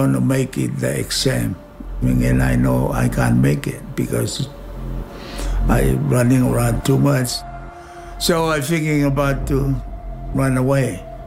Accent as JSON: {"language": "English", "country": "Tonga", "tie": "born or raised there", "second_language": "English", "said": "My family is poor. When we growing up in Tonga, we was one of the poor people."}